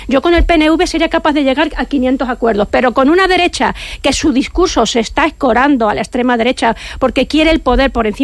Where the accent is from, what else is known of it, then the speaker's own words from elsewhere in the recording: Aljaraque, Andalusia, Spain; Mira, yo vengo de Aljaraque, ¿vale?